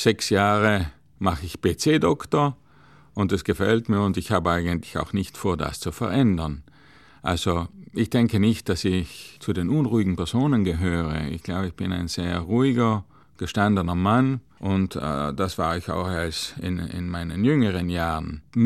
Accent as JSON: {"language": "German", "region": "Trentino-Alto Adige", "country": "Italy", "said": "Das war eigentlich der erster Bezug bei uns in Südtirol zu einem Honorarkonsulat, auch für mich natürlich."}